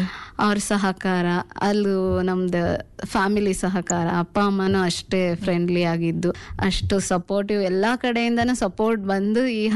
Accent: Vijayanagara district, Karnataka, India; moved away as an adult; also born or lived in Harapanahalli; now in Davanagere, India; ನಮ್ದು ಕುಣೆಮಾದಿ ಹಳ್ಳಿ ಅಂತ, ಕೊಟ್ಟೂರ್ ಹತ್ರ, ಹರಪನಹಳ್ಳಿ ತಾಲೂಕು, ವಿಜಯನಗರ ಡಿಸ್ಟಿಕ್ ನಮ್ದು. ಅಲ್ಲಿ ನಮ್ದು ಒಂದು ಚಿಕ್ಕ ಗ್ರಾಮ

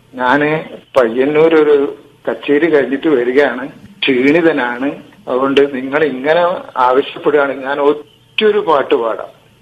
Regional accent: Kerala, India; now in Pinarayi, India; എന്റെ നാട് കൂത്തുപറമ്പിനടുത്താണ്. ഇപ്പൊ താമസിക്കുന്നതാണ് പിണറായി.

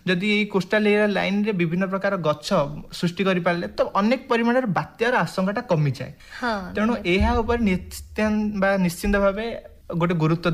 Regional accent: Indipur, Odisha, India; ଦେଖନ୍ତୁ, ମୁଁ ଗୋଟେ ଛୋଟ ଗାଁରୁ ଆସିଛି, ଡେଲାଙ୍ଗର ଇନ୍ଦିପୁର ଗ୍ରାମରୁ ଆସିଛି। ତେଣୁ ଯେହେତୁ ମୁଁ କହିଛି ମୋ ସାଙ୍ଗସାଥିମାନଙ୍କଠୁ ମିଶିବା ଦିନରୁ, ମୋ ପିଲାବେଳୁ ଗଛ ପ୍ରତି ଗୋଟେ ବହୁତ ଭଲ ପାଇବା ଥାଏ।

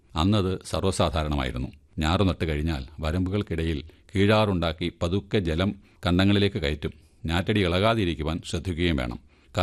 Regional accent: Clappana, Kerala, India; born or raised there

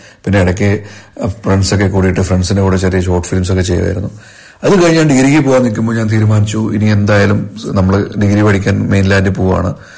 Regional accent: Andrott, Lakshadweep, India; ലക്ഷദ്വീപിലെ ആന്ധ്രദ്വീപ് സ്വദേശിയാണ്.

